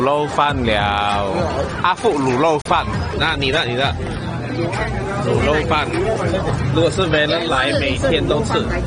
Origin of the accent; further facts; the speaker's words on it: Sarawak, Malaysia